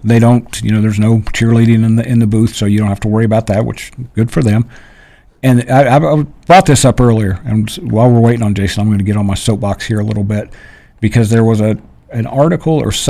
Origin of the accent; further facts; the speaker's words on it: Kansas, United States; moved away as an adult; now in Lubbock, United States; I grew up in Kansas where football wasn't a big deal.